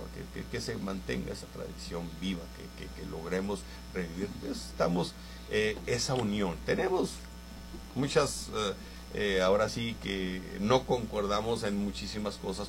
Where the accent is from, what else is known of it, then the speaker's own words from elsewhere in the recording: Madera, Chihuahua, Mexico; now in Ciudad Juárez, Mexico; en mis tiempos de niño en Madera, eso es lo que hacía, o sea, no, nos horreábamos la escuela y nos íbamos a arrear vacas ahí con los amigos y nos íbamos a los campos a traer, y pues fue mi vida de chico. Ya me vine para acá, para Juárez